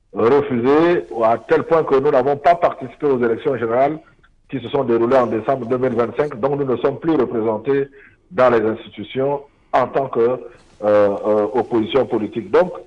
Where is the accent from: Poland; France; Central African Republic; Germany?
Central African Republic; Et je le dis en tant que centrafricain, en tant que politique, en tant que porte-parole de l'opposition centrafricaine.